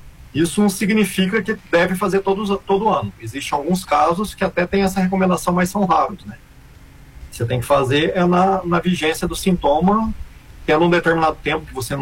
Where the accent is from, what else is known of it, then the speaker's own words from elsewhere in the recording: Minas Gerais, Brazil; born there; now in São Paulo, Brazil; Saudade de Minas. Eu tô em São Paulo, mas nasci em Minas.